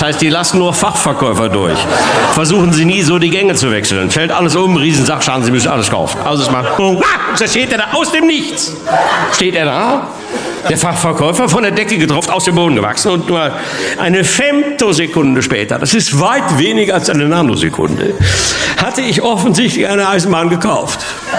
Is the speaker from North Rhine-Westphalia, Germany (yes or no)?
yes; Bochum, North Rhine-Westphalia, Germany